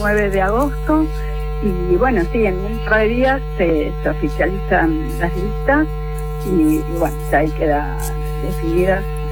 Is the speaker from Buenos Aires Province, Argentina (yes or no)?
no; Gobernador Virasoro, Corrientes, Argentina; yo soy de Virasoro.